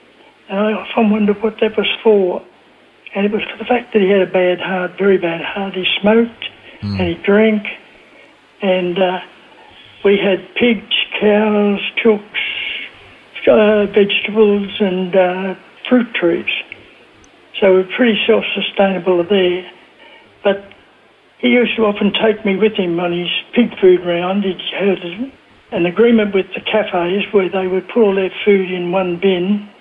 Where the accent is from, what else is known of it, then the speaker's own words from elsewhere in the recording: Albury, New South Wales, Australia; I was born in the Albury Base Hospital. Albury, that's on the Murray River.